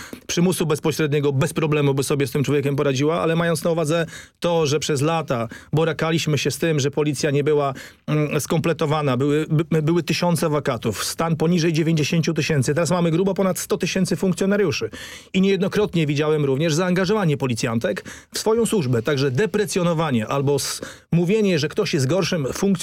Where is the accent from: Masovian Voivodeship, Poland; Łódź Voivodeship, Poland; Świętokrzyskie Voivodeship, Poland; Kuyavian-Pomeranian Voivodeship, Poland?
Kuyavian-Pomeranian Voivodeship, Poland; Grudziądz; ja jestem z Grudziądza